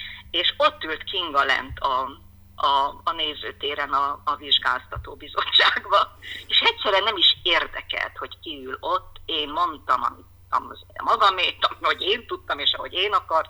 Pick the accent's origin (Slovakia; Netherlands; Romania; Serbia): Romania; Hoghiz, Brașov County; Én meg ott születtem Old Hévízen.